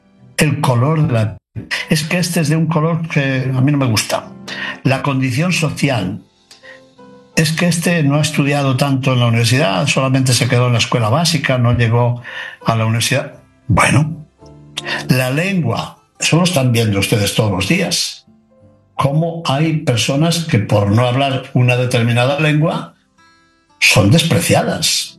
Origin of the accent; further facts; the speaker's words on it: Spain; Sí, yo soy español, y es verdad, pero soy y formo parte de un proyecto divino